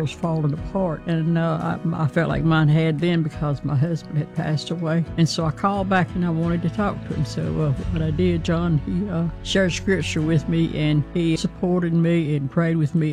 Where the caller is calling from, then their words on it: Randleman, North Carolina, United States; I'm from Randleman, North Carolina